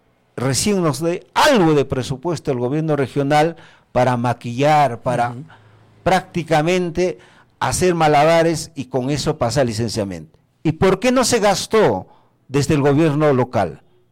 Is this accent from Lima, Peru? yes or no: no; Ayacucho, Peru; ¿No somos nosotros ayacuchanos?